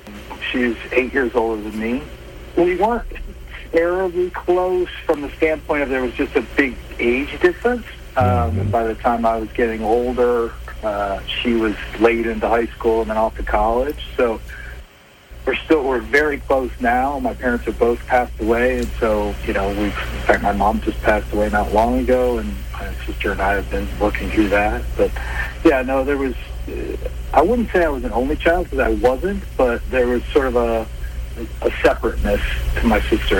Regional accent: Flint, Michigan, United States; born or raised there

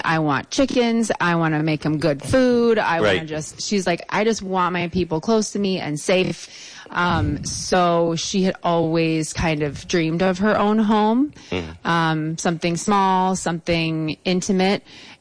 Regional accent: Saugatuck, Michigan, United States; moved away as an adult; now in Colorado, United States; Yes. I'm from Saugatuck. I am Saugatuck born and raised.

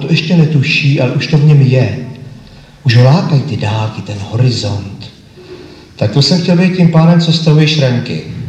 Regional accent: Tábor, South Bohemian Region, Czechia; born there; Já jsem se narodil v Táboře. V roku 1900.

